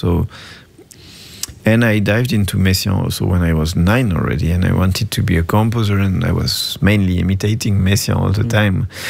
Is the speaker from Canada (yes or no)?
no; France; I grew up in France